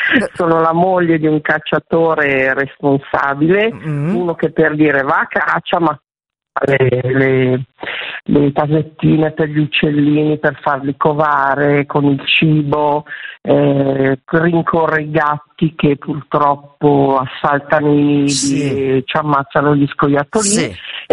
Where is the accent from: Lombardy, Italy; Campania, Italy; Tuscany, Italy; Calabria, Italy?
Lombardy, Italy; Milan; Milano, in questo momento sono in Toscana